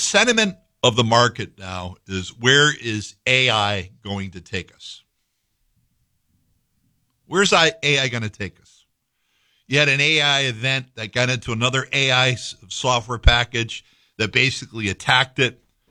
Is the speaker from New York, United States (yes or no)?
yes; Schaghticoke, New York, United States; I drove through Scaticook the other day. the mothership where I grew up, the mothership is really Felt Fidelity, my hometown.